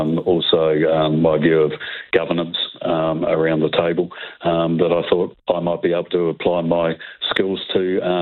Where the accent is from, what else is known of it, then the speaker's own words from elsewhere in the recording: Westport, West Coast, New Zealand; moved away as an adult; also born or lived in Christchurch; I moved back to Westport. I was born and bred in Westport, went to Christchurch for 30 years, transferred over there, but was back on the coast two or three times a month. I came back